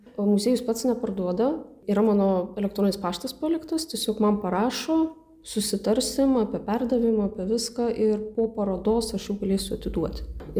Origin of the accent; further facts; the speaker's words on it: Kaunas, Kaunas County, Lithuania; aš šiaip Kaune užaugau, visą gyvenimą pragyvenau.